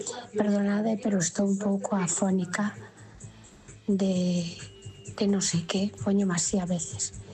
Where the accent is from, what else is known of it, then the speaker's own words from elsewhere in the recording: Galicia, Spain; Son fina de Terra de Montes. Aquí en Tabeirós, que pertenece ao Ayuntamiento da Estrada, hai hoxe unha festa